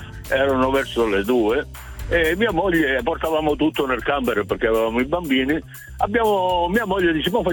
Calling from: Castrovillari, Calabria, Italy; Castrovilla, provincia di Cosenza, però mi trovo sulla Salerno Reggio, mi sto recando al lavoro.

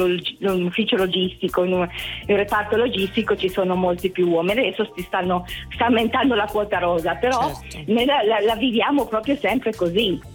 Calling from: Mondovì, Piedmont, Italy; Da Mondovì.

